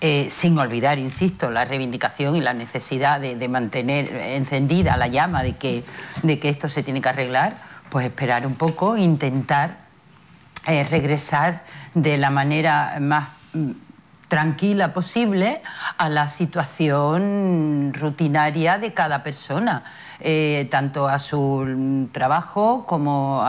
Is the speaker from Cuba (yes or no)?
no; Ceuta, Spain; todos los ceutíes estamos evidentemente tocados